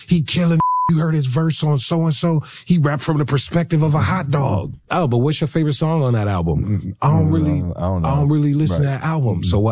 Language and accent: English; Los Angeles, California, United States; A lot of people don't even know I'm from Los Angeles because I don't mirror what they perceive as the usual Los Angeles thing.